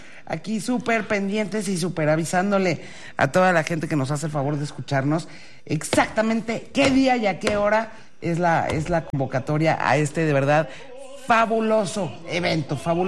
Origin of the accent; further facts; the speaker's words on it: Mexico; México, yo lo digo porque soy mexicana